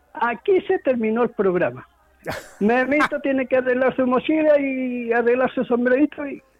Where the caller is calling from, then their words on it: Coihueco, Ñuble, Chile; Coihueco, señor. Coihueco.